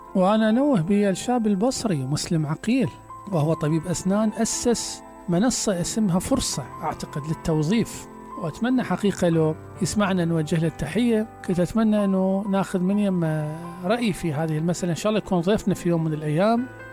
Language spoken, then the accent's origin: Arabic; Basra Governorate, Iraq; عندنا في العراق